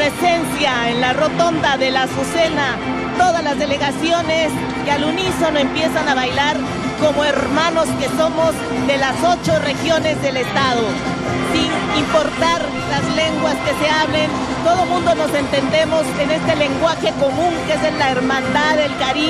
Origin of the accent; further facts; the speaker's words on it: Oaxaca, Mexico; lo que nos arraiga como oaxaqueños aquí y en cualquier parte del mundo donde nos plantemos.